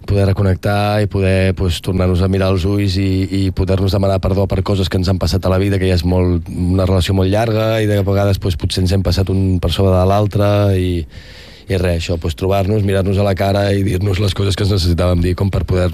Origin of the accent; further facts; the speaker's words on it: Rupià, Catalonia, Spain; moved away; Costat de Rupià, del meu poble